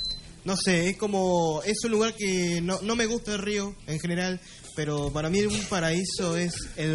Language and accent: Spanish; Urdinarrain, Entre Ríos, Argentina; yo soy de Urdinarrain y está cerca de Arenas Blancas.